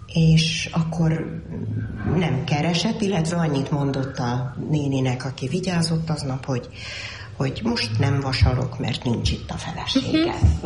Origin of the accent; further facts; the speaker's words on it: Hungary; Mi magyarok vagyunk, Pali, és Magyarországon élünk, tudod? Hát most ez volt a kérdés, hogy milyen országban élünk, Magyarországon.